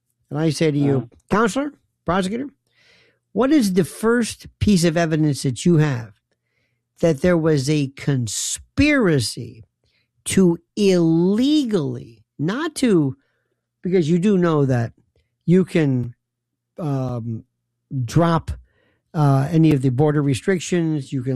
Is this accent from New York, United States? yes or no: no; Tampa, Florida, United States; Tampa, my hometown.